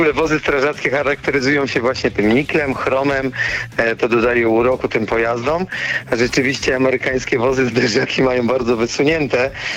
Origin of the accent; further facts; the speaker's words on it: Czernichów, Lesser Poland, Poland; u nas w Czernichowie